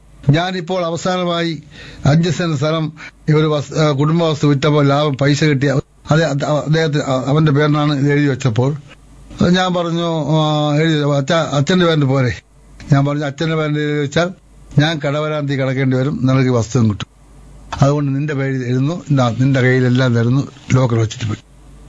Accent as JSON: {"language": "Malayalam", "town": "Vellanad", "region": "Kerala", "country": "India"}